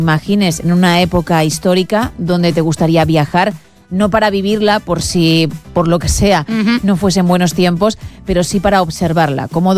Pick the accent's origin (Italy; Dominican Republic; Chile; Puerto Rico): Italy; Me has tocado mi tierra, me has tocado Italia